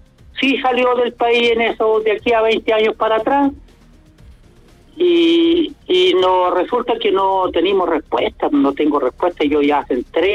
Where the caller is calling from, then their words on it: Cañete, Biobío, Chile; Soy de Cañete.